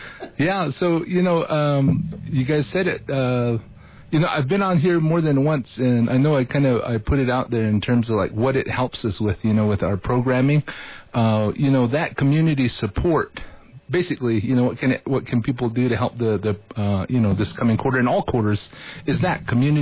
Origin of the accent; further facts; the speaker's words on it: Moenkopi, Arizona, United States; of course I'm coming from Munkabi where I'm from to here, but for the program